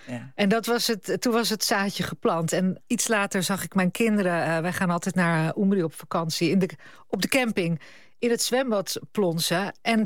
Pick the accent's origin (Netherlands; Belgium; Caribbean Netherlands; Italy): Italy; Maar ik ben half Italiaans en ik ben deels daar opgegroeid. En als je in Italië opgroeit, dan verwijs je.